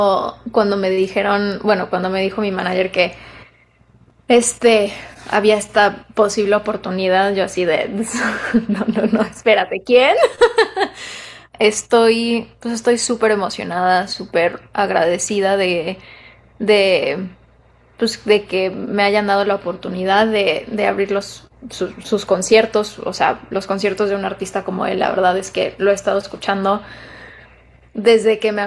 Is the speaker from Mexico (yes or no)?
yes; Mexico; pero yo desde que me puedo acordar digo que soy de México, o sea, sí o sí